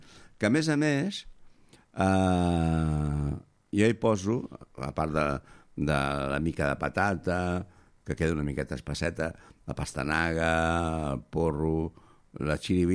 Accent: Barcelona, Catalonia, Spain; moved away as an adult; now in Argentona, Spain; Jo sóc de Barcelona i encara que porto molt temps aquí, tant en quant se m'escapa una espanyolada.

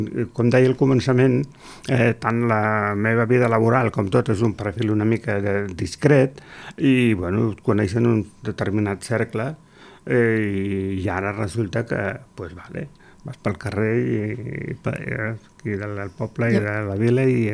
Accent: Mataró, Catalonia, Spain; moved away as an adult; now in Argentona, Spain; Soc cap gros, nascut a Mataró.

